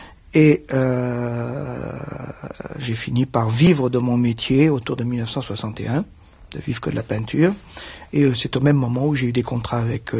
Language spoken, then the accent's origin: French; Nice, Provence-Alpes-Côte d'Azur, France; born there